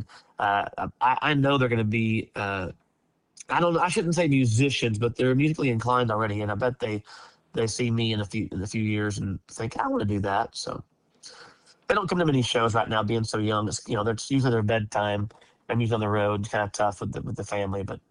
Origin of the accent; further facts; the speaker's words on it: Leander, Texas, United States; I grew up in Leander, just, you know, east of you guys, so I'm not far from y'all. And went to Leander High School, just like my parents did.